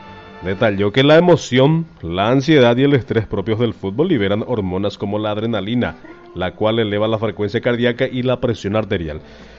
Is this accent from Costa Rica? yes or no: no; Paraguay; Así somos los paraguayos, ¿verdad?